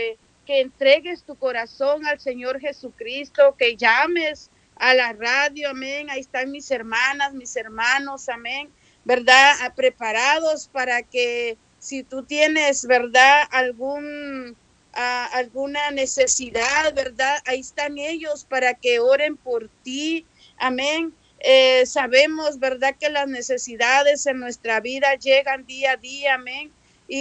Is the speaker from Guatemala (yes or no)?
yes; Guatemala; now in Tijuana, Mexico; yo soy de Guatemala, amén. Pero vivo aquí en Tijuana, Baja California